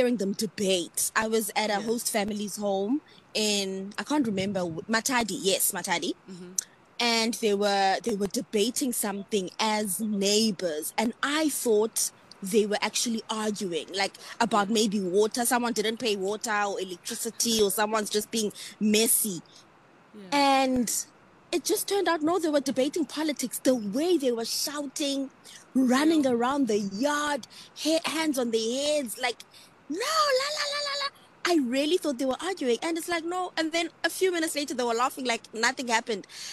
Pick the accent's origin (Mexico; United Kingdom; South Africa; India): South Africa; When I say I'm from South Africa